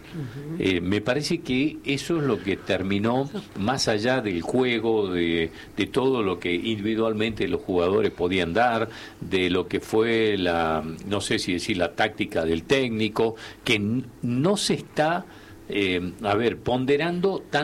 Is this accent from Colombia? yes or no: no; Argentina; independientemente de lo que nos toca sufrir como argentinos